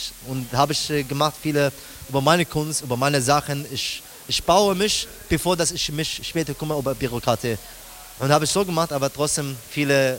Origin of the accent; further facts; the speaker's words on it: Iraq; German is a second language; moved away as an adult; now in Germany; ich bin hier in Deutschland seit 2015 und ich versuche schnell wie möglich einfach meine Heimat zu besuchen.